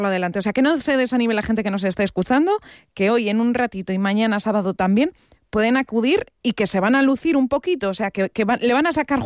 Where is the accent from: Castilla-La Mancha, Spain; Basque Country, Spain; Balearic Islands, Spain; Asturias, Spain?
Castilla-La Mancha, Spain; now in Toledo, Spain; una manchega como yo